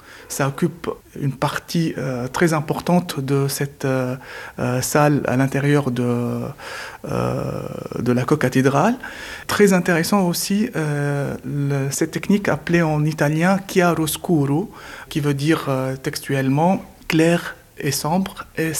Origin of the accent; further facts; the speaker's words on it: Tunisia; now in Lille, France; je suis tunisien. Ça fait 3 ans que je me suis installé dans Lille.